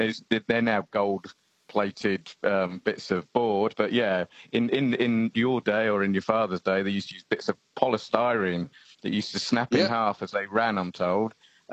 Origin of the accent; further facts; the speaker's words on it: England, United Kingdom; Very odd for me, because you can probably tell I'm English. So I grew up watching it